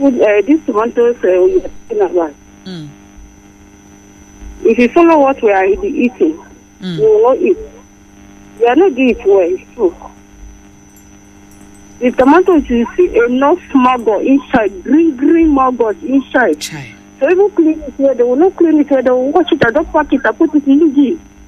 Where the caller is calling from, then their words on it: Badawa, Kano, Nigeria; from Badawa.